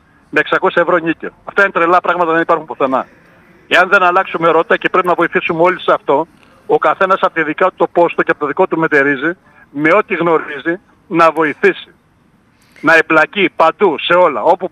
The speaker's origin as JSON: {"language": "Greek", "country": "Greece", "said": "Είμαστε μια άλλη πάστα. Όχι γιατί είμαστε Έλληνες"}